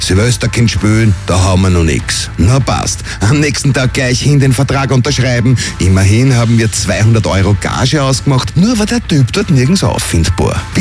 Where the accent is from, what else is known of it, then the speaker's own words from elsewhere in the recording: Vienna, Austria; Als Wiener habe ich mit der Arena natürlich schon eine längere Verbindung.